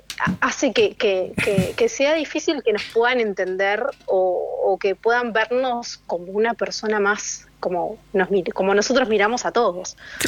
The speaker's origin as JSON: {"language": "Spanish", "country": "Uruguay"}